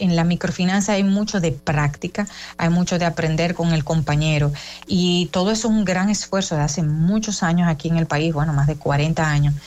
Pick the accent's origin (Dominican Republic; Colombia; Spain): Dominican Republic; nos caracteriza como dominicanos